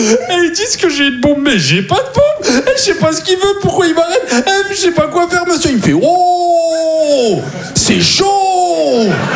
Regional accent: France; je suis français

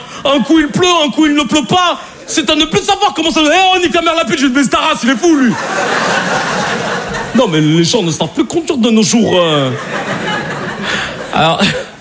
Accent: Paris, Île-de-France, France; Je vais me présenter très rapidement. Vous savez, j'ai grandi à Paris dans le 19e, et ensuite j'ai déménagé dans une ville qui s'appelle Arcueil, au sud de Paris.

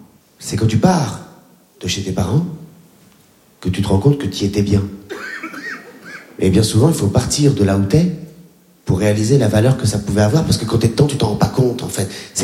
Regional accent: Réunion; born or raised there

